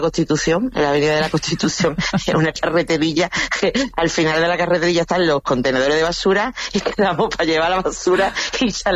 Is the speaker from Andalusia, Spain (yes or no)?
yes; Seville, Andalusia, Spain; como mis padres, ¿no? Que somos, éramos de Sevilla.